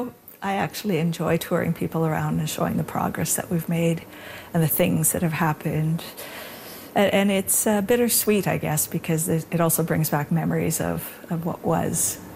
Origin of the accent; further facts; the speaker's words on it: Lytton, British Columbia, Canada; Yeah, I grew up in Lytton, and I attended this church for a while.